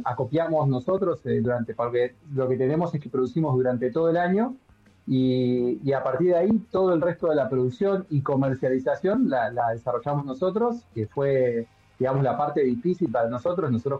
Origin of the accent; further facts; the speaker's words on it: Alto Valle, Argentina; also born or lived in El Chocón, Neuquén; somos acá del Alto Valle, nacimos en el Chocón, dos nacimos en el Chocón, así que imagínate, debemos ser de los poquitos que somos bien autóctonos